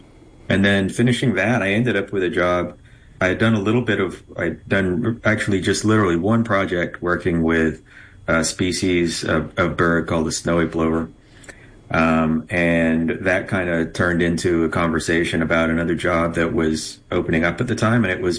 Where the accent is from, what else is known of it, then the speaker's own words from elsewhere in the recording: Clear Lake, Texas, United States; also born or lived in England; I was actually born in England. I'm English by birth. I was born on the south coast near Brighton. And I migrated here while I was quite young. My family had moved here, and I grew up near Clear Lake, basically between Houston and Galveston area.